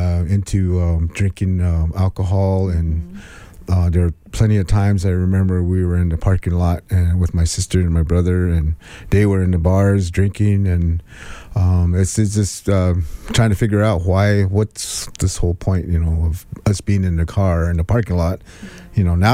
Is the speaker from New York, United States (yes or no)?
no; Pine Springs, Arizona, United States; also born or lived in Fort Defiance, Arizona; And I was born in Fort Defiance, but I was raised in Pine Springs, Arizona, on the Dene Nation, or also known as the Navajo Nation, Denetra, they call it. So, but yeah, that's where I was raised, and also went to school in the surrounding area.